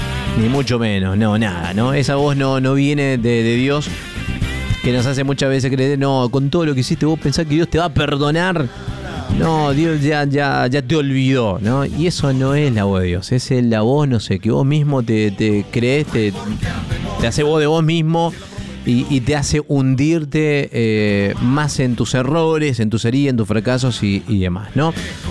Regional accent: Argentina

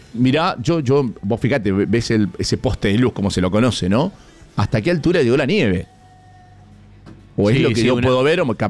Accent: Mendoza, Argentina

